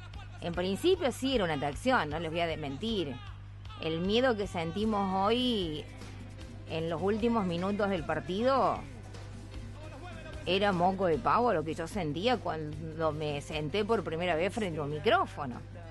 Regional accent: Pilar, Argentina; Acá estamos volviendo de Armstrong, Santa Fe. … de Pilar, saludos a Nano, que también anda en la ruta.

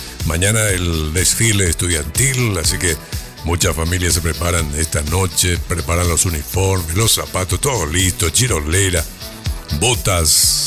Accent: Paraguay; como paraguayo. Así como no podemos obviar nuestro idioma guaraní, nuestro dulce idioma guaraní

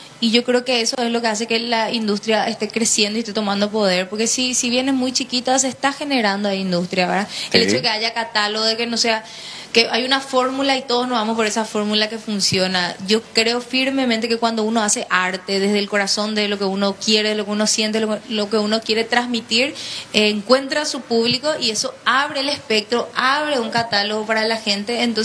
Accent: Paraguay; Somos paraguayos todos

